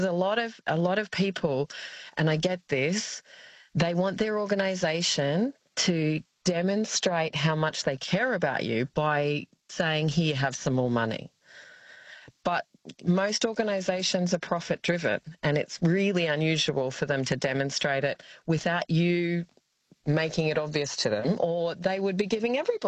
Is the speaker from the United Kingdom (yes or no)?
no; Australia